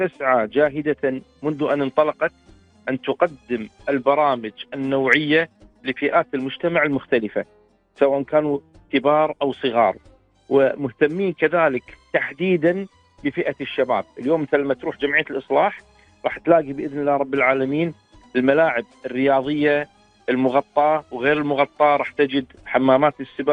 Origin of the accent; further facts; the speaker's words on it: Kuwait; اللهم احفظ بلدنا الكويت